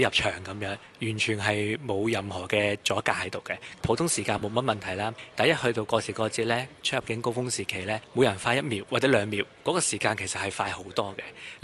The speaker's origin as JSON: {"language": "Cantonese", "country": "Hong Kong", "said": "就算我哋香港人平時睇手機"}